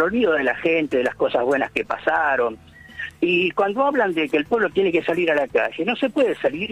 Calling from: Francisco Álvarez, Buenos Aires Province, Argentina; soy de Francisco Álvarez.

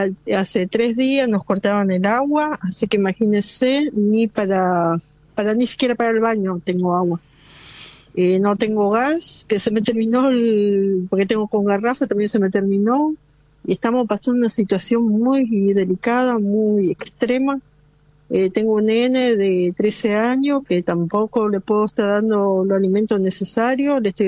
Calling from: Almirante Brown, Buenos Aires Province, Argentina; Soy de Almirante Brown.

